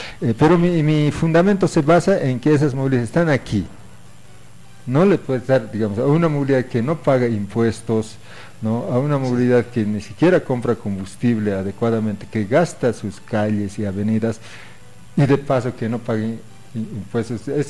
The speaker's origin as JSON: {"language": "Spanish", "town": "Challapata", "region": "Oruro", "country": "Bolivia", "said": "yo soy de Chalapata, más allá"}